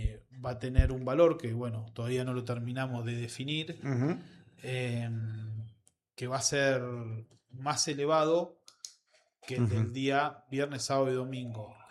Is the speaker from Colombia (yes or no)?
no; Bragado, Buenos Aires Province, Argentina; somos de Bragado